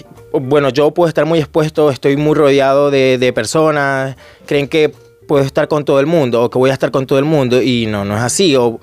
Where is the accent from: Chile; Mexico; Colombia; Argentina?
Colombia; also born or lived in Venezuela; now in Barcelona, Spain; Yo nací en Venezuela, pero me crié en Colombia, soy de los dos lugares.